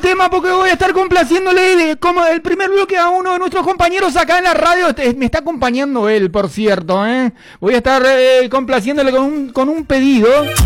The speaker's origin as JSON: {"language": "Spanish", "town": "Villa Elisa", "region": "Central", "country": "Paraguay", "said": "Yo soy de Villa Elisa de Paraguay. Villa Elisa, acceso sur camino a Ñemby."}